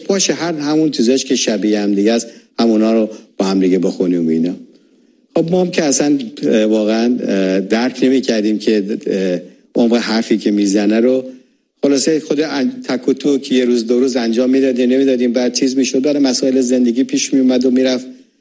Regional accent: Iran; moved away; بعد از که من از ایران اومدم، دوتا سفارش کردم به برادرم

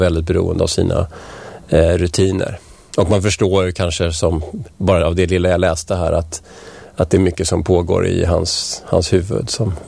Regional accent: Vällingby, Stockholm County, Sweden; also born or lived in Strängnäs; now in Nacka, Sweden

